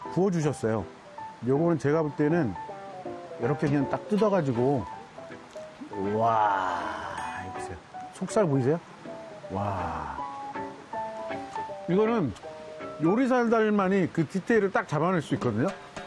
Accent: South Korea

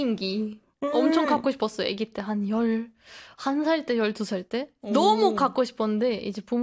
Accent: Germany; Korean is a second language; now in South Korea; 독일에서 온 한국 산지 4년 된

